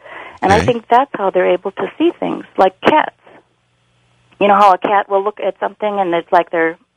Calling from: Arkansas, United States; from Arkansas.

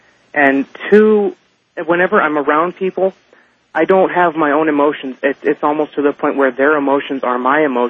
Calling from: Iowa, United States; I'm calling from Iowa.

